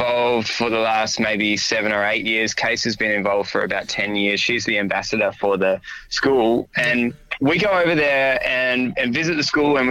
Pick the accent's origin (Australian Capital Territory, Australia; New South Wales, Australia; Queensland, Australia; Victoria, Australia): New South Wales, Australia; Central Coast; my hometown on the Central Coast, New South Wales